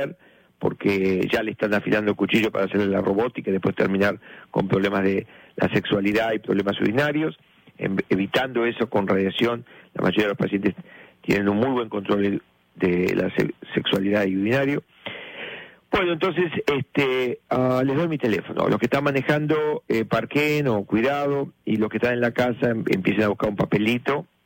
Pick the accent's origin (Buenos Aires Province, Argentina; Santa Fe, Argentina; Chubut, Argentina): Buenos Aires Province, Argentina; La Plata; moved away; la zapatería y alpargatería de mi papá, cuando era chiquito allá en La Plata, enfrente del ferrocarril Roca, en la calle 1, donde jugábamos siempre en la calle